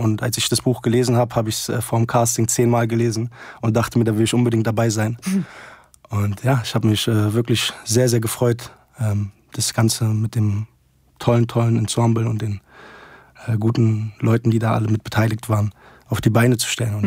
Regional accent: Settat, Casablanca-Settat, Morocco; now in Germany; ich bin Marokkaner, und also Deutsch-Marokkaner. Ich fühle mich mit beiden Ländern sehr, sehr verbunden und bin in Marokko geboren, in Settat.

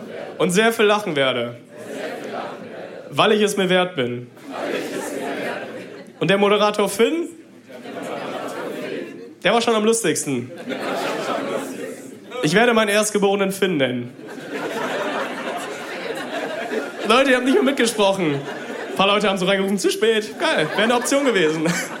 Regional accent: Münster, North Rhine-Westphalia, Germany; moved away as an adult; now in Bielefeld, Germany; Ich bin in Münster aufgewachsen, ist jetzt hier so Wahlheimat für mich in Bielefeld.

